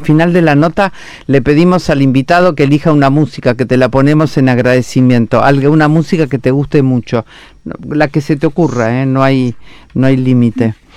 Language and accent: Spanish; Río Negro, Argentina; la gente habla de la Patagonia y cree que yo soy de Río Negro